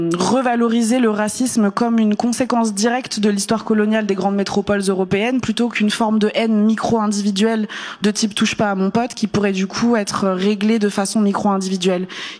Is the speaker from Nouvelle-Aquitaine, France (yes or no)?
no; Pays de la Loire, France; Je suis algérienne et j'ai grandi en Vendée.